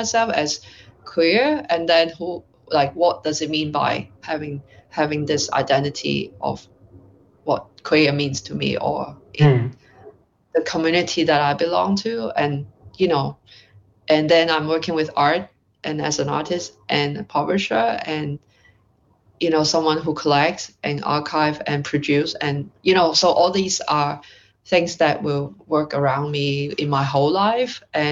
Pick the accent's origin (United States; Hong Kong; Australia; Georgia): Hong Kong; English is a second language; I am someone from Hong Kong. And so, like, a place which you came from represents certain things, right?